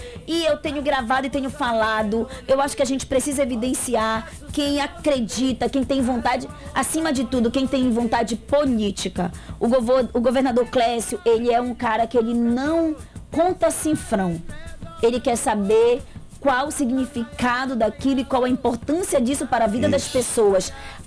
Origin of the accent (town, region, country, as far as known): Amapá, Brazil